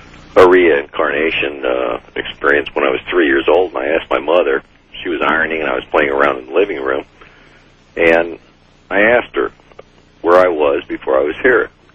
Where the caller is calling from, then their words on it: Kenosha, Wisconsin, United States; I'm from Kenosha.